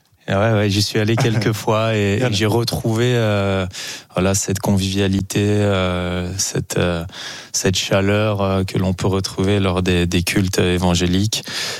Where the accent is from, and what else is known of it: Champ-près-Froges, Auvergne-Rhône-Alpes, France; born or raised there